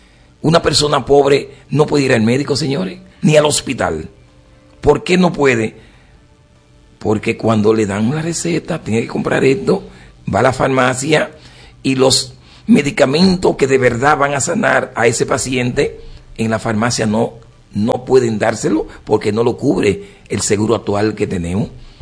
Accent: Dominican Republic; pero ante todo como dominicano, como miembro de comunidades.

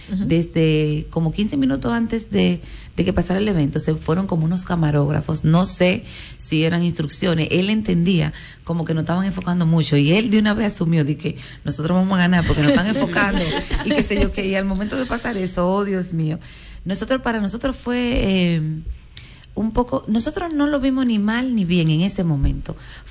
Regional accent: La Vega, Dominican Republic; como yo soy de La Vega, yo sé que es Concepc

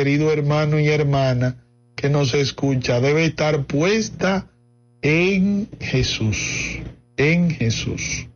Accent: Tamboril, Santiago, Dominican Republic; Soy de allá de Tamboril. Específicamente yo soy de un campo de Carlos Díaz.

